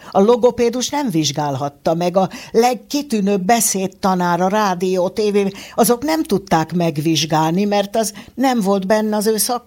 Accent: Budapest, Hungary; born there; ahol mi laktunk, a Kmetti utcában, a Bajza utca mellett, hát ott a orosz követségnél.

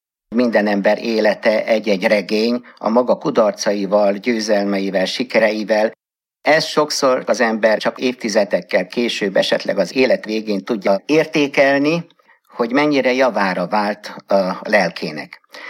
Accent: Budapest, Hungary; born there; 1946-ban születtem, hamar árvaságra jutottam apa részről, Budapest külső kerületébe költöztünk Rákoskertre, ahol nem is volt templom, így a család is, magam is később gyerekként nem jártam templomba.

